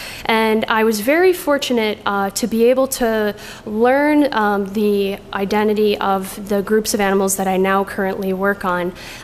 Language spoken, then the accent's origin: English; Chicago, Illinois, United States; I grew up in Chicago, and you can see me there at the age of 4 or 5 when I knew I would wear glasses.